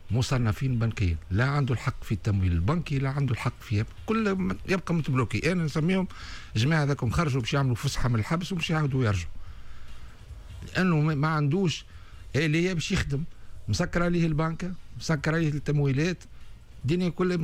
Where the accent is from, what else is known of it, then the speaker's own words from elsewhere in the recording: Tunisia; عندنا في تونس